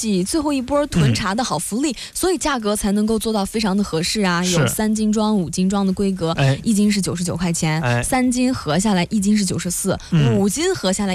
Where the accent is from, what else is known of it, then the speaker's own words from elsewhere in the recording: Shandong, China; 日照绿本身就是很受我们山东人认可的一款口粮茶嘛。